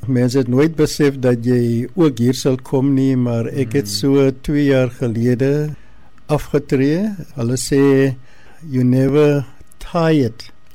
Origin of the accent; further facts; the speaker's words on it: George, Western Cape, South Africa; Ek is hier van George af weg, ek is maar stad toe soos ons maar die tyd ja. verbag het.